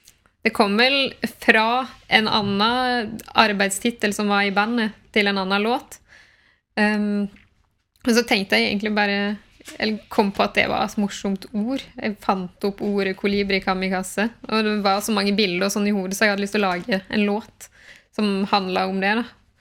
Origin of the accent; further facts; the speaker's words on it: Breim, Vestland, Norway; Det finnes i Breim der jeg kommer fra.